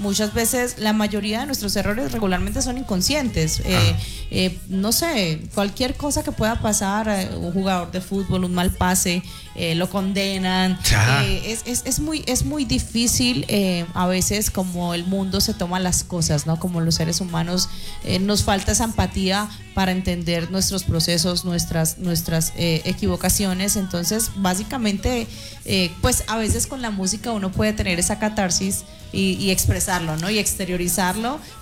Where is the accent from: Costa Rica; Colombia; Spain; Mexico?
Colombia; en mi país, Colombia